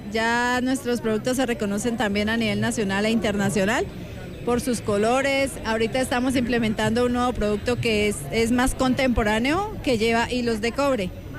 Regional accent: Guacamayas, Boyacá, Colombia; vengo desde el municipio de Guacamayas, Boyacá.

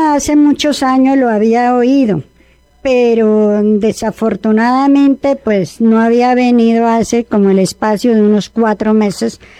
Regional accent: Zetaquira, Boyacá, Colombia; now in Tunja, Colombia; Yo soy de Zetaquira, Boyacá.

